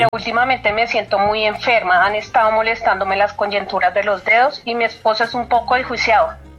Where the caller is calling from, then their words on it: Guaduas, Cundinamarca, Colombia; De Guaduas, Cundinamarca.